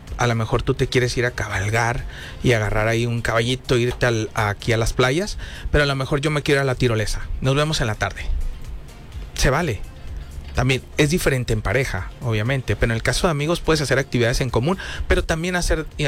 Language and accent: Spanish; Mexico; a nosotros como mexicanos